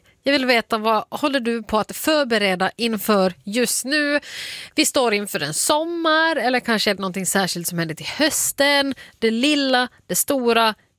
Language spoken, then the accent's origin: Swedish; Finland; now in Sweden; Jag kommer ju inte från en fotbollsnation. Det är mer hockey som gäller i Finland.